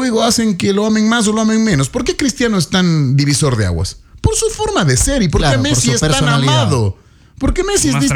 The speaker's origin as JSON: {"language": "Spanish", "country": "Chile", "said": "Y aún así, siendo chileno, yo no tengo la sensación de animadversión que el chileno sí tiene contra el argentino"}